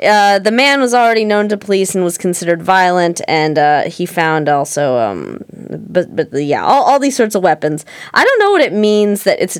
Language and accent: English; California, United States; I'm from the San Francisco area, and I think I'm just like used to seeing messed up shit and just like pretending I didn't see it